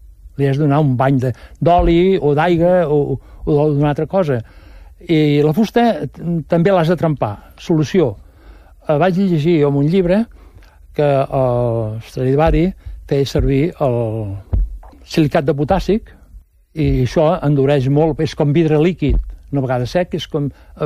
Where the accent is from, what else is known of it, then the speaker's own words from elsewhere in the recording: Marrampinyo, Catalonia, Spain; perquè soc de Marrampinyo, sabeu on és? Montcada Reixac, entre Montcada Reixac i la Llagosta hi ha Marrampinyo. Bueno, que tots eren pagesos abans.